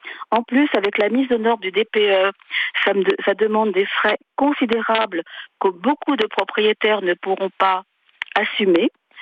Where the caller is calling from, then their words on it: Paris, Île-de-France, France; Je vous appelle de Paris 19e.